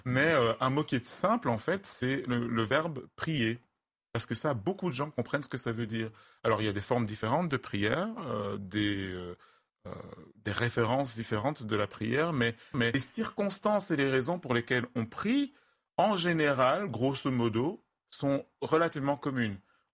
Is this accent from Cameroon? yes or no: yes; West, Cameroon; first language Bamoun; French is a second language; choisir un mot qui, dans la langue Bamoun, désignait littéralement l'esprit qui est partout. Et donc, dans ma langue maternelle, on dit Nini.